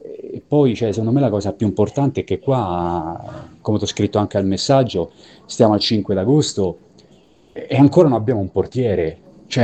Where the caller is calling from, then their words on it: Turin, Piedmont, Italy; da Torino.